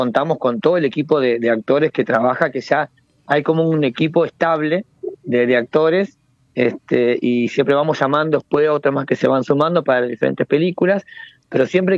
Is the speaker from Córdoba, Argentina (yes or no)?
no; María Grande, Entre Ríos, Argentina; yo soy de María Grande, oriundo de allá. Arranqué teatro a trabajar allá.